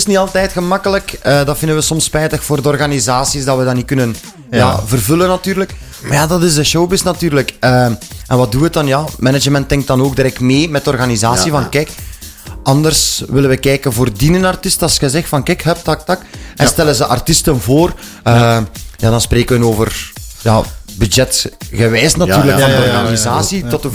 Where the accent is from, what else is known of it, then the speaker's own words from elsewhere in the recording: Haaltert, East Flanders, Belgium; Ja, klopt. Ja? Ik ben van Haltert zelf.